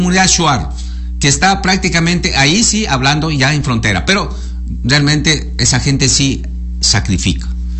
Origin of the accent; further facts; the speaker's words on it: San Juan Bosco, Morona Santiago, Ecuador; Mi tierra, mi querido compadre.